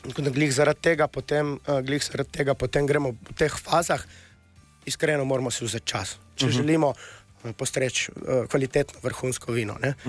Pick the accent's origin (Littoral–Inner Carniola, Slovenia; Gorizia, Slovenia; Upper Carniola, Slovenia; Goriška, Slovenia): Gorizia, Slovenia; Gorica; now in Vipava Valley, Slovenia; Ser sem domačin Goričan, preseljen v Vipavsko dolino.